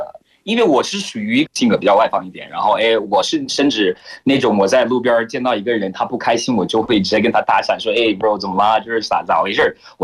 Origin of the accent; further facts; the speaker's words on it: Cameroon; Chinese is a second language; now in China; 并不是说我不喜欢自己国家的美食吧，我当然喜欢，我特别喜欢就是非洲餐，然后喀麦隆餐。